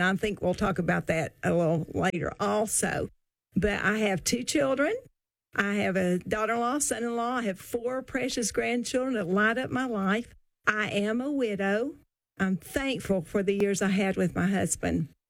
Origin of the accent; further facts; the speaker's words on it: Tennessee, United States; also born or lived in California / New York / Europe / Georgia; Even though I'm from Tennessee, I've lived in California, New York, Europe, Georgia, Oklahoma, and I'm back in Tennessee, Ohio, and Philadelphia.